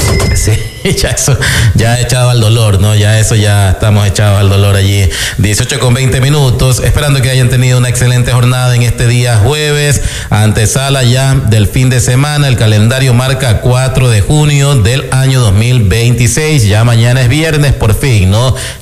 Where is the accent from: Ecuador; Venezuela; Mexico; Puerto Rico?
Ecuador